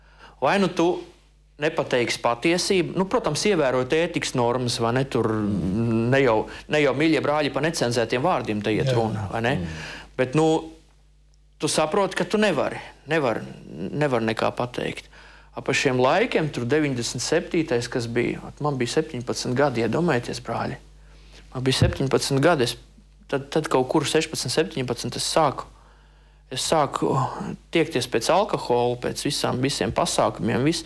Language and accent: Latvian; Ainaži, Limbaži Municipality, Latvia; Ainažos, es esmu no Ainažiem.